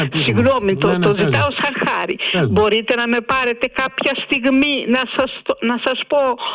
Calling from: Athens, Attica, Greece; είμαι από Αμπελοκήπους.

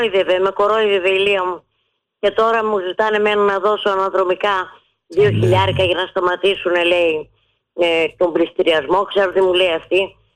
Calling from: Athens, Attica, Greece; από Κυψέλη.

